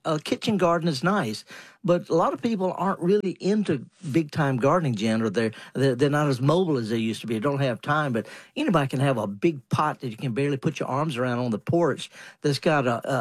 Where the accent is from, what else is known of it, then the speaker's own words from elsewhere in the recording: Mississippi, United States; Well, it could be, whether you're from Michigan, I'm from Mississippi.